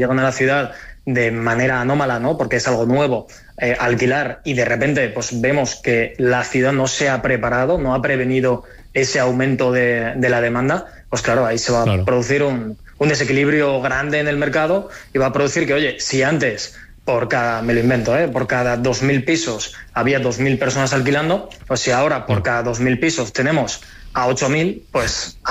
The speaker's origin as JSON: {"language": "Spanish", "town": "Altea", "region": "Valencian Community", "country": "Spain", "moved": "as an adult", "said": "yo llegué, bueno, de un pueblito de Alicante, de Altea, me fui a estudiar a Valencia con tres amigos del bachiller."}